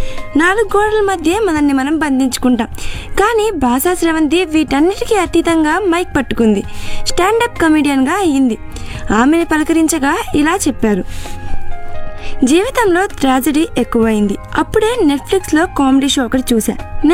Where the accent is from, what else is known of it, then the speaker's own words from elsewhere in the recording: Hyderabad, Telangana, India; moved away as an adult; now in United States; నేను పుట్టి పెరిగింది హైదరాబాద్లోనే.